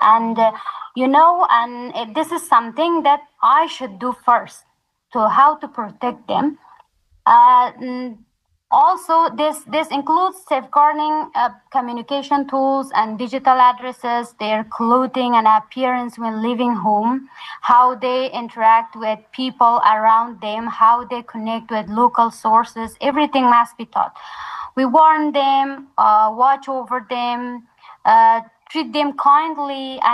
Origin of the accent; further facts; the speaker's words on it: Takhar, Afghanistan; moved away as an adult; also born or lived in Pakistan; now in Tanzania; my hometown, Tahar